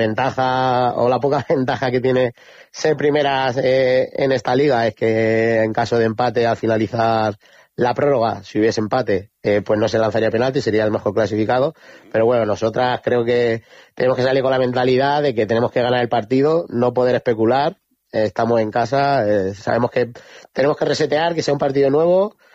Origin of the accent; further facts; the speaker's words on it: Puertollano, Castilla-La Mancha, Spain; yo que soy aquí de Puerto Llano